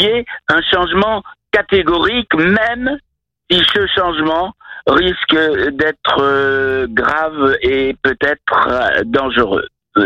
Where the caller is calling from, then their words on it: Paris, Île-de-France, France; Bonsoir Bernard … de Paris.